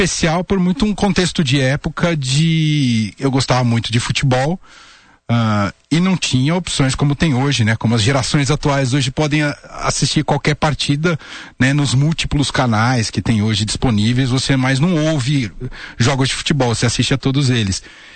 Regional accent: Mogi das Cruzes, São Paulo, Brazil; sou de Mogi das Cruzes, aqui próximo a São Paulo, numa família de muitos irmãos, somos em 5 irmãos, né?

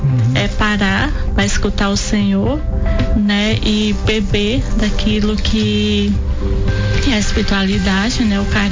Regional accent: Ceará, Brazil; moved away as an adult; Eu sou do Ceará, do Nordeste. Ceará.

